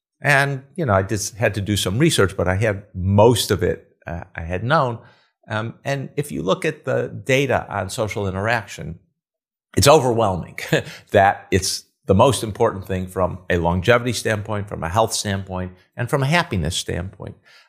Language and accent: English; Chicago, Illinois, United States; I said that I was from Chicago. We actually grew up in the city round about the same time. He was on the south side. I was on the north side.